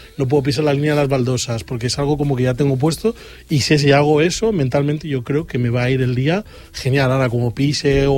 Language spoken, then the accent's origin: Spanish; Galicia, Spain; siendo gallego